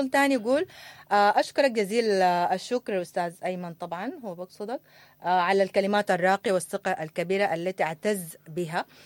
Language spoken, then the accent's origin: Arabic; Sudan; نحن شباب سوداني واعي، تعلمنا وعرفنا جيدا ماذا نعني ماذا تعني الوطنية أو الإنسانية